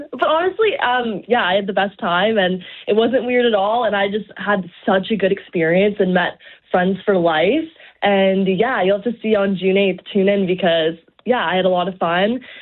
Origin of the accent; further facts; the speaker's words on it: Dartmouth, Nova Scotia, Canada; I'm born and raised in Darwin, Nova Scotia, and I'm pretty sure I'm the only one from Nova Scotia ever on the show.